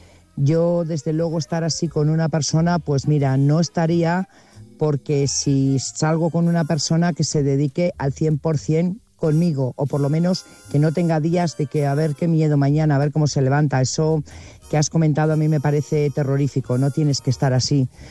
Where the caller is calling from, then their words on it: Burgos, Castile and León, Spain; Buenas noches … corresponsal de Burgos.